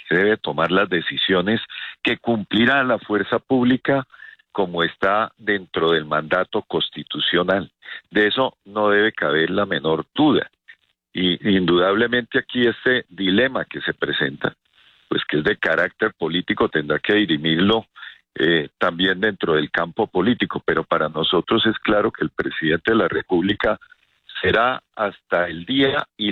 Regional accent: Colombia; lo que uno quiere como colombiano

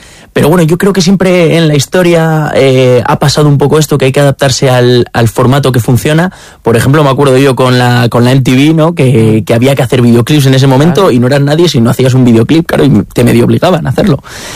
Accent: Quintanamanvirgo, Castile and León, Spain; also born or lived in Burgos; Yo soy de aquí de Burgos, pero bueno, mi pueblo está en la Ribera.

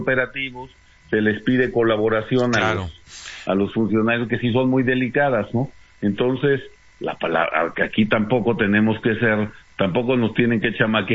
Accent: Mexico

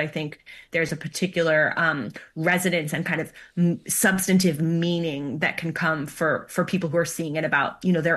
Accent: Colorado, United States; And I am from Colorado. I grew up in the West.

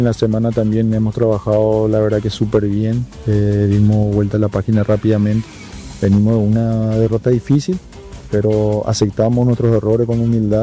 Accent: Paraguay

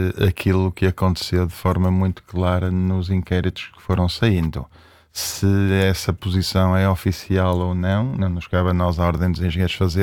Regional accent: Braga, Norte, Portugal; eu sou de Braga

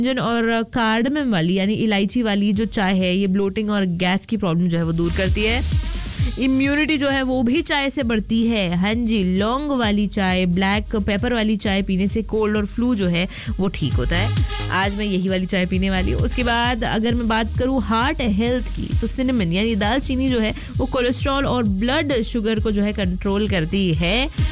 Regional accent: Bhopal, Madhya Pradesh, India; अब क्या होता है ना कि मैं भोपाल से हूँ एंड भोपाल के लोग जो है वो सच में बहुत ज़्यादा बड़े वाले चाय पगलूज होते हैं

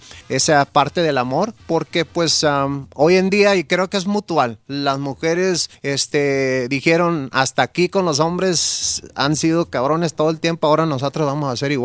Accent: Los Angeles, California, United States; born there; Nacido en el sur centro de Los Ángeles, raíces de Nayarit y Zacatecas.

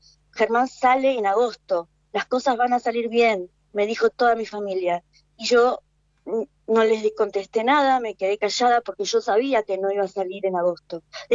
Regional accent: Argentina; Yo soy argentina, tengo familia, toda mi familia es argentina y nos sentimos abandonados, ¿no?

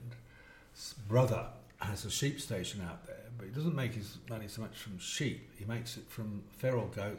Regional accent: England, United Kingdom; now in Australia; I remember as a kid growing up in England in the 50s

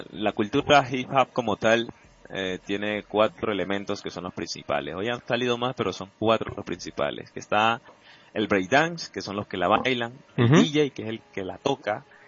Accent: Tumaco, Nariño, Colombia; Fíjate que yo soy de Tumaco, Nariño. Eso es sur de Colombia.

